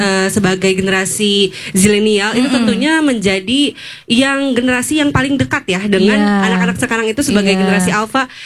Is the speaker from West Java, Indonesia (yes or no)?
yes; Kuningan, West Java, Indonesia; Bukan, saya kebetulan dari Kuningan, di pusat kotanya di Jalan Siliwangi dekat ke Taman Kota.